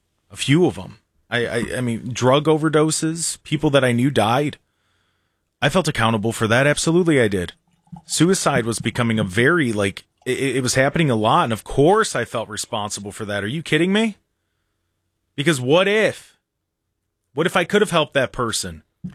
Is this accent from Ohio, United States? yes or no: yes; Seville, Ohio, United States; when I was growing up in Seville, I lived in townhouses out there.